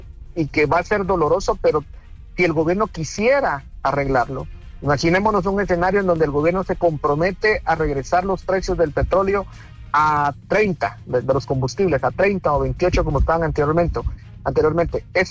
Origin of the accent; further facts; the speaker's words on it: Guatemala; tenemos que comprender como guatemaltecos